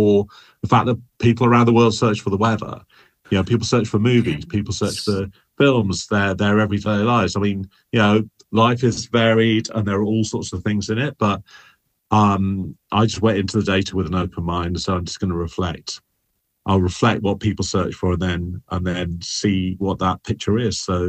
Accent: Texas, United States; now in San Francisco, United States

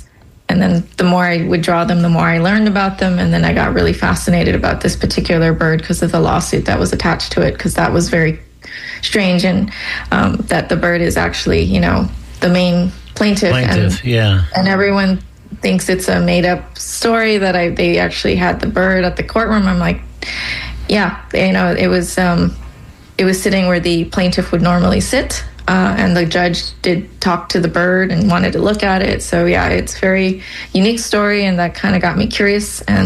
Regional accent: Hawaii, United States

